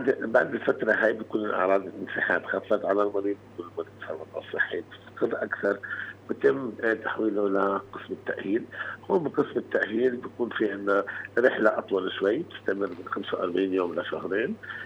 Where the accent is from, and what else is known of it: Palestine